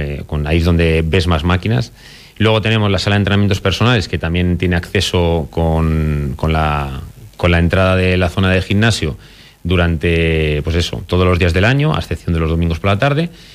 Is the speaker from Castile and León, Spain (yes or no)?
yes; Salamanca, Castile and León, Spain; jugar en el equipo de mi tierra, en el primer equipo de mi tierra